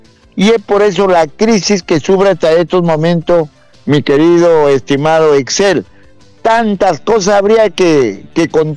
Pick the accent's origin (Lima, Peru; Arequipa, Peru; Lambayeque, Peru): Lambayeque, Peru; Monsefú; En mi pueblo de Monsebú